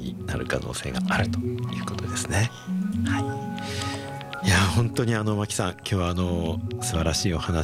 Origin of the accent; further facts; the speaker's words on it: Kumamoto, Japan; 私も熊本人ですので